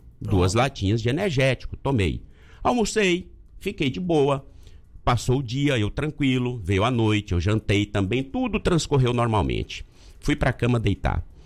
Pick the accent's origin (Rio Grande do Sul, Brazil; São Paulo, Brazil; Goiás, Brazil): Goiás, Brazil; Jaupaci; Então eu estava com a minha família em Jaupassi, que é a minha cidade natal, no interior aqui de Goiás.